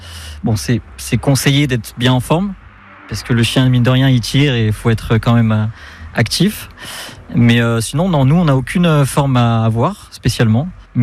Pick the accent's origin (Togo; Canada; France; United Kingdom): France; Provence-Alpes-Côte d'Azur; que j'ai passé moi à Gardanne, même si je suis du Var